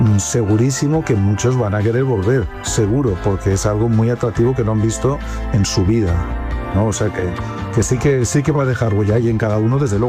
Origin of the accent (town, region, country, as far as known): Guadalajara province, Castilla-La Mancha, Spain